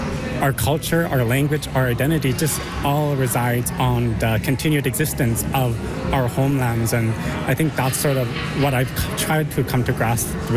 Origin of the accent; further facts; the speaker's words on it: Fort McPherson, Northwest Territories, Canada; I'm from Tetley J. Fort McPherson.